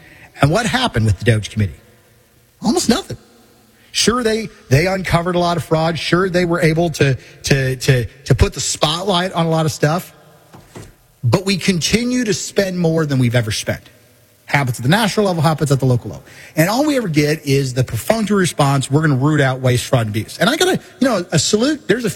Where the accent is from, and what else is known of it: Missouri, United States